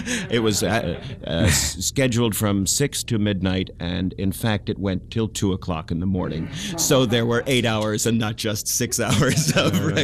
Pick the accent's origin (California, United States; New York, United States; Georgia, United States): California, United States; Los Angeles; from Los Angeles